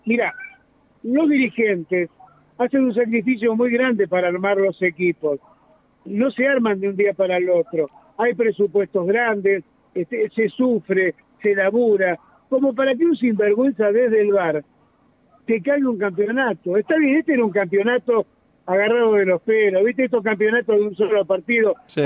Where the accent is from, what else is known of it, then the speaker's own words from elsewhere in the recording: Argentina; somos originales los argentinos.